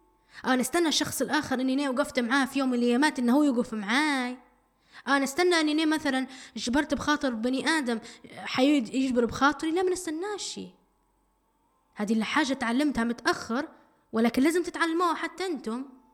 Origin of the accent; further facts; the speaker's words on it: Libya; إحنا كليبيين وتربينا في عائلات